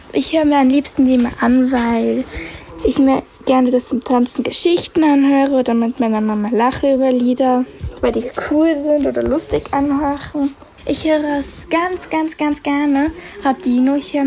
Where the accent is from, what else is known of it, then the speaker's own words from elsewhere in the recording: Austria; ich bin 11 Jahre alt, ich komme aus Österreich und wohne in Kirchberg.